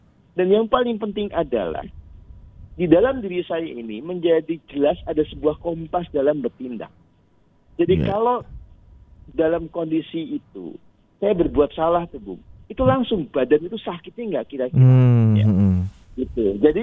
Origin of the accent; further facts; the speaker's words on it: Magelang, Central Java, Indonesia; also born or lived in Cirebon / Bali; Jadi kan saya ini masa kecil itu dulu pernah di Kota Magelang, Bung Sabil. Kemudian juga pernah di Cirebon, pernah di Bali ya.